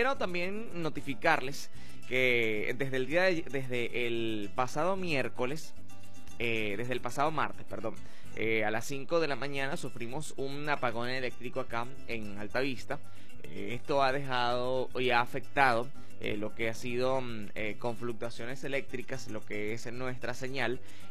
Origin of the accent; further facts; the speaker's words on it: Venezuela; nosotros como venezolanos tenemos que continuar